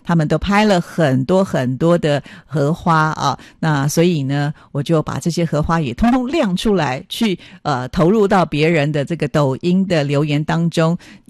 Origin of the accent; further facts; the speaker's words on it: Taiwan; 我来自台湾嘛